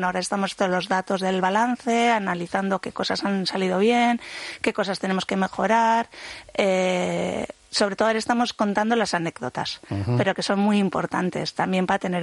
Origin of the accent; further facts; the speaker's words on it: Bilbao, Basque Country, Spain; Soy de Bilbao, ya quisiera tener yo el reconocimiento internacional que tiene Cannes